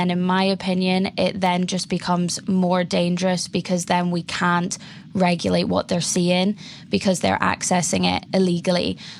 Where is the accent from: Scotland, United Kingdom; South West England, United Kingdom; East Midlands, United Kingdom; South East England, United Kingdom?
Scotland, United Kingdom; a Scottish island; I'm from a Scottish island